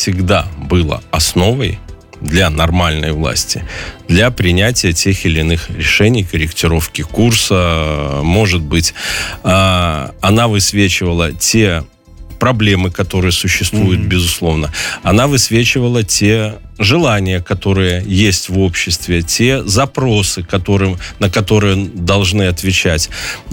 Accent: Belarus; мы, белорусы, стали привередливые.

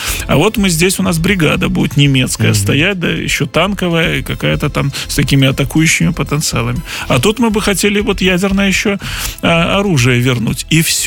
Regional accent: Belarus

